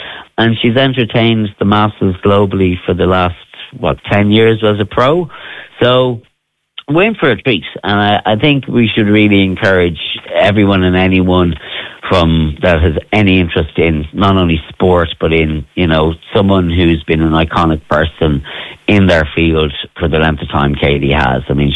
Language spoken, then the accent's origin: English; Ireland